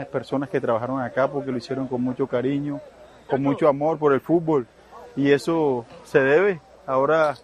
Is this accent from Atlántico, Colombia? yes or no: yes; Barranquilla, Atlántico, Colombia; soy barranquillero y amo esta institución